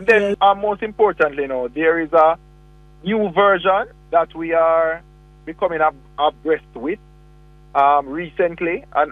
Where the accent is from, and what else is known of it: Jamaica